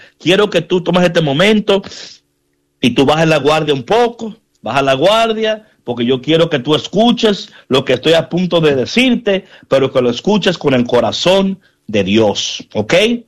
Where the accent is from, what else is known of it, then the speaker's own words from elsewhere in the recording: New York, United States; yo me acuerdo cuando yo crecí en New York.